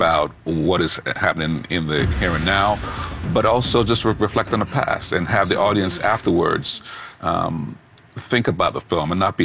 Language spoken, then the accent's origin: English; Toronto, Ontario, Canada; born there; also born or lived in Jamaica; I'm an immigrant. I came here from Jamaica as a small child. And I've been fortunate enough to live in Toronto, to live in Canada